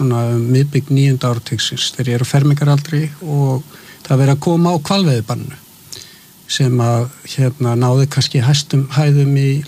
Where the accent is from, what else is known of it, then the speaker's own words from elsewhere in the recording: Hafnarfjörður, Capital Region, Iceland; Ég hérna alinn upp í hraunin í Hafnæri